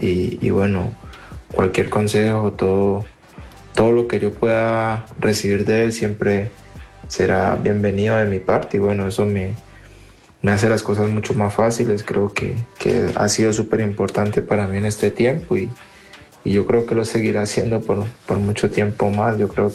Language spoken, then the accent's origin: Spanish; Colombia; Sí, claro, como referentes colombianos, bueno, tenemos mucho, ¿no?